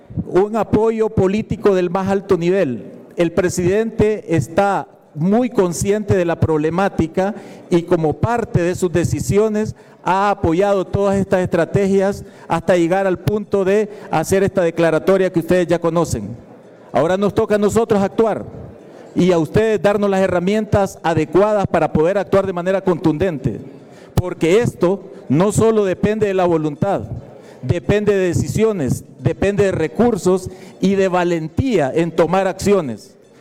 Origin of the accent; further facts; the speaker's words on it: Honduras; solo primero como hondureños agradecerles el apoyo a cualquier iniciativa para fortalecer el ordenamiento jurídico